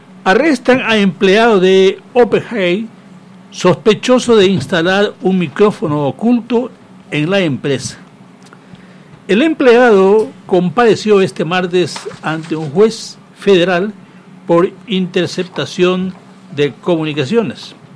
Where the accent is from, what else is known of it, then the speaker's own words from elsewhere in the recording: Puerto Baquerizo Moreno, Galápagos, Ecuador; born there; moved away; yo soy nacido en Puerto Vaquerizo Moreno, San Cristóbal, Galápagos.